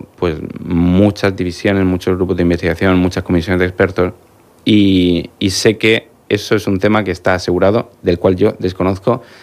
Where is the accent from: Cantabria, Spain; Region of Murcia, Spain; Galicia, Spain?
Region of Murcia, Spain; en España somos, la región de Murcia, tenemos mucha experiencia en España y en Europa